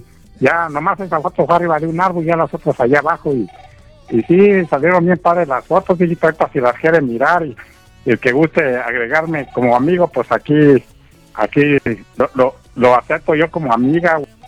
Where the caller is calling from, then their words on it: Juan Aldama, Mexico; para toda la gente bonita de aquí de Juan Lama que nos escucha